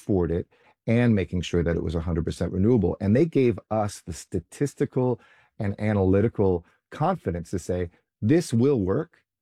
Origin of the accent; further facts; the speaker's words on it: Los Angeles, California, United States; from growing up in Los Angeles, where we were the smoggiest city in America with the worst pollution